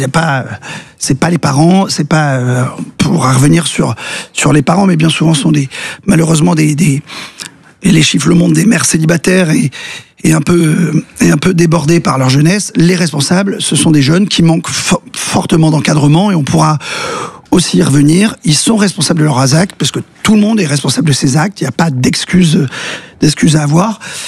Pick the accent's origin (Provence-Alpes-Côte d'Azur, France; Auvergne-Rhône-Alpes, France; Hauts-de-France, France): Hauts-de-France, France; Parce que je suis du Pas-de-Calais et que Lens a gagné brillamment cette Coupe de France.